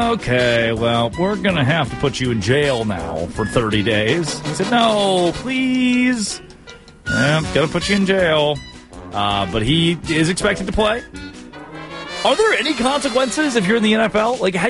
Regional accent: Ada, Oklahoma, United States; I'm from Ada, Oklahoma.

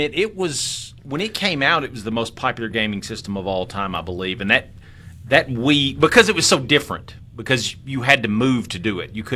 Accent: Mississippi, United States; we're from Mississippi

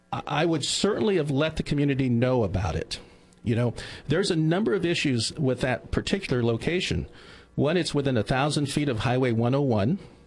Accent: Oceano, California, United States; I'm a guy that was born and raised in Oceano, grew up in a small business, Old Juan's Cantina.

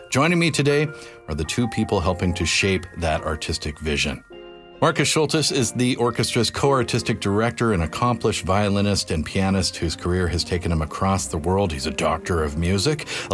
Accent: Victoria, British Columbia, Canada; now in Toronto, Canada; I'm from Victoria, British Columbia, and my grandmother used to tell me, she grew up in Toronto, not far from where I live now

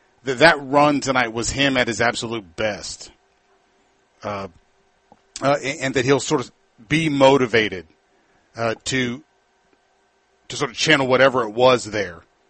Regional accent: Ashland, Kentucky, United States; Number 32, Braxton Jennings, is from my hometown of Ashland. So proud of him and his teammates.

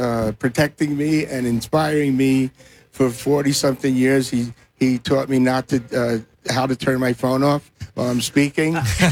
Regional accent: Garfield, New Jersey, United States; Yeah. And ran around the world and went to hide back in New Jersey for the comfort zone.

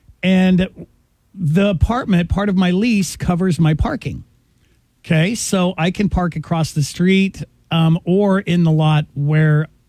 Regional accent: Denver, Colorado, United States; You know what's ironic is I grew up in Denver, right? Denver is where they created the boot.

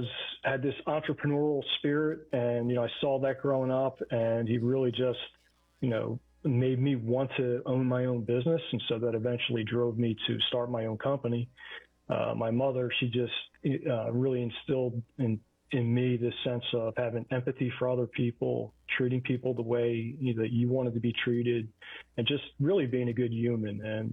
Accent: Philadelphia, Pennsylvania, United States; I grew up in South Philadelphia in a small, close-knit community in a row home.

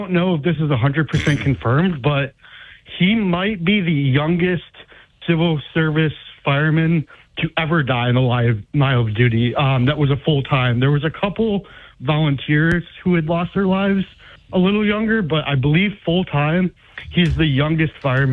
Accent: New Hartford, New York, United States; Yeah, I was born and raised in New Hartford, New York. My family's been there, you know, forever, and started school in New Hartford, graduated from New Hartford High School.

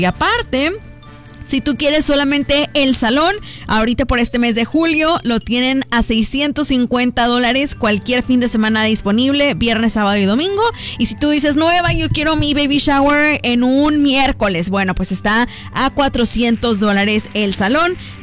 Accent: Mexico; el himno nacional, como mexicanos todos nos lo debemos de saber.

